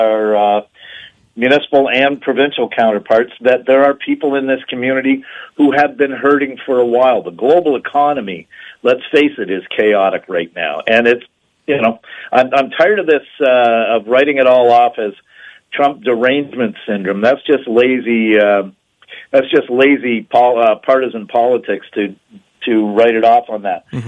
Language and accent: English; Windsor, Ontario, Canada; by the Detroit River down by in Dieppe Park, by the looks of it, in my hometown of Windsor.